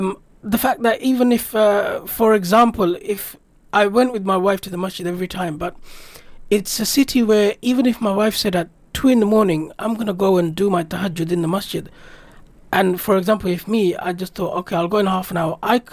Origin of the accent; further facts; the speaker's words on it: United Kingdom; being a Brit, Arabic is not my first language.